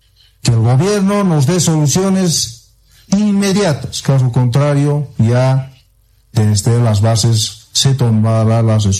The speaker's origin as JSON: {"language": "Spanish", "country": "Bolivia", "said": "Hoy tenemos que pensar principalmente como bolivianos"}